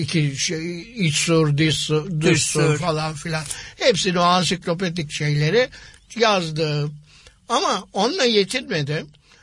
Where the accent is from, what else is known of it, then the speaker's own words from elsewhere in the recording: Istanbul, Turkey; born there; ben Karagümrük'te oturuyorum.